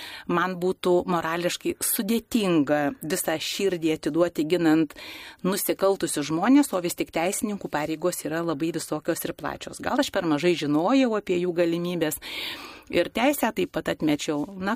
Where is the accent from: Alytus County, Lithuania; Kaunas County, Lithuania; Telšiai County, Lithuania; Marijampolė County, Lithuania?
Kaunas County, Lithuania; Prienai; moved away as an adult; Gimiau Prienuose, augau Prienuose ir baigiau vidurinę mokyklą ir iš Prienų išvažiavau į Kauną tik studijuoti medicinos.